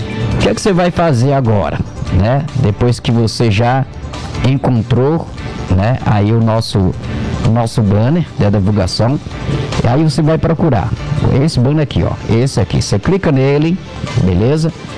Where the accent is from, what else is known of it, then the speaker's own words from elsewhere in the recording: Campina Grande, Paraíba, Brazil; moved away; lá em Campina Grande, lá na minha terra